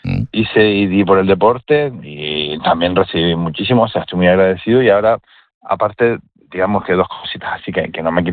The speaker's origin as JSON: {"language": "Spanish", "region": "Canary Islands", "country": "Spain", "said": "pero sí era como muy canario, muy así."}